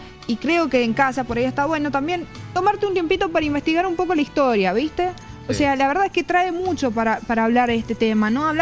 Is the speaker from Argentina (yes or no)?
yes; Argentina